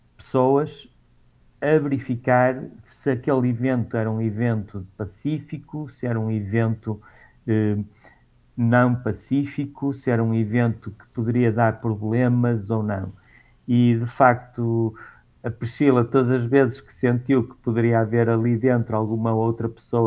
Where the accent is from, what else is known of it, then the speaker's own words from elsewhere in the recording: Portugal; Nós não poderíamos, como bons portugueses e bons irmãos que somos